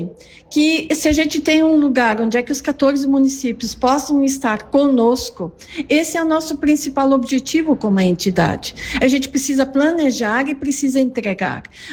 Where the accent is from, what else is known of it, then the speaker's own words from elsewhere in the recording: Rio Grande do Sul, Brazil; a gente tem a cultura germânica muito presente, mas nós também somos gaúchos.